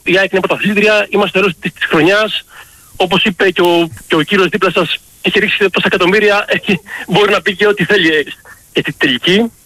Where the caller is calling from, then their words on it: Nikaia, Attica, Greece; από Νίκαια.